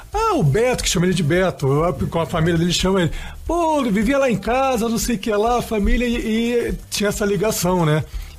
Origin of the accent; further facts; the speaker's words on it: Rio de Janeiro, Brazil; Eu sou carioca